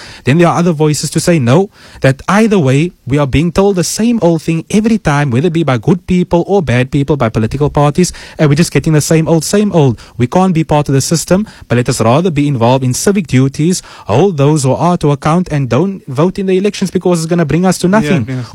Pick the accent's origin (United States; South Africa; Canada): South Africa; Cape Town, Western Cape; I'm from Vanguard Estate. I was at Ryland Side.